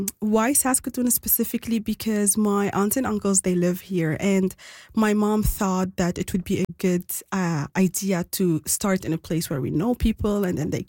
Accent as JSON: {"language": "English", "country": "Lebanon", "tie": "born or raised there", "second_language": "English", "moved": "yes", "said": "I was born in Lebanon and I lived my entire life there."}